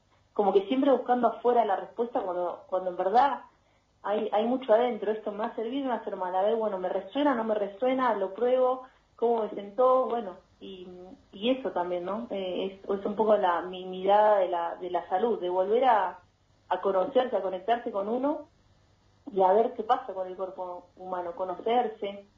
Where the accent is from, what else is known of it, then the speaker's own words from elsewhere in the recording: Tierra del Fuego, Argentina; Es 2964, que es la característica de Tierra del Fuego, de donde vengo.